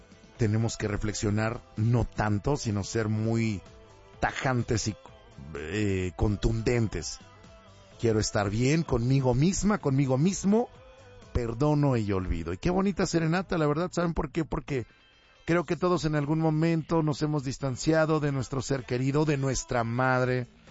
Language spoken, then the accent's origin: Spanish; Mexico City, Mexico; Soy nacido en el barrio de la Magdalena, Culhuacán, en Coyoacán.